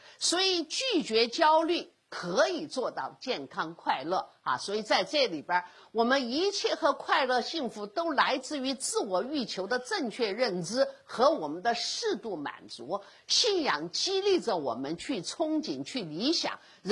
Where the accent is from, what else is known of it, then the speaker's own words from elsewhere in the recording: China; 我们中国人